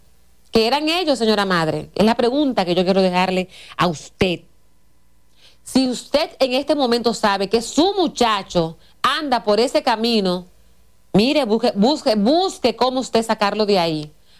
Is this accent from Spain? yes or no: no; Dominican Republic; nosotros como dominicanos